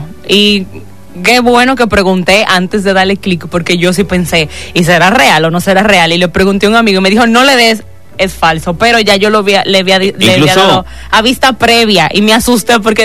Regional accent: Santo Domingo, Distrito Nacional, Dominican Republic; now in Mexico; De Punta Cana no, soy de Santo Domingo

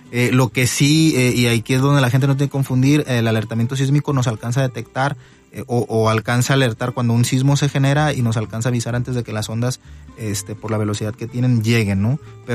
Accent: Mexico

